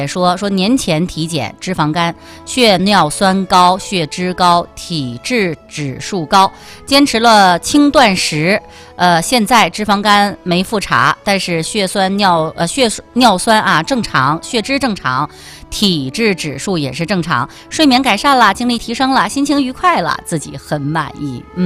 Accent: Northeast China, China; 咱们东北这边四季分明

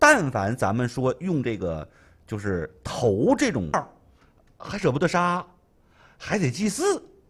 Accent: Northeast China, China; 咱们东北这边什么大黏米、小黏米

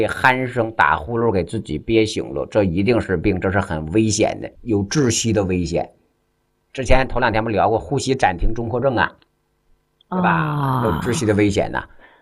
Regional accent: China; 这可是完全出自于我们中国人自己老祖宗的智慧啊

